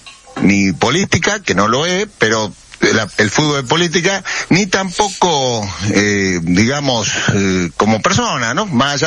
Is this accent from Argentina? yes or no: yes; Argentina; ¿Cuántos somos los argentinos?